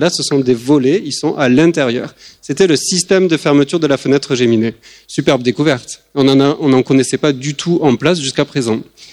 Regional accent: Toulouse, Occitanie, France; Je vais plutôt vous parler de briques puisque on vient de Toulouse

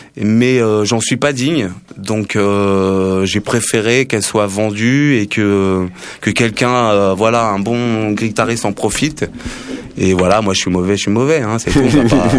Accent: Paris, Île-de-France, France; also born or lived in Seine-et-Marne; Moi je suis parisien

